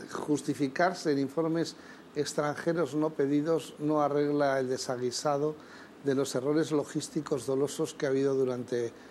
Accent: Basque Country, Spain; ¿A quién no le puede gustar, siendo vasco, que nacimos para comer?

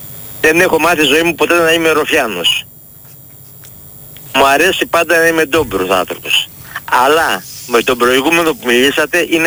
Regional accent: Lampeti, Western Greece, Greece; also born or lived in Pyrgos; Είμαι ταξιτζής, είμαι από τον πύργο, είμαι δίπλα από το χωριό του Βερβελέ.

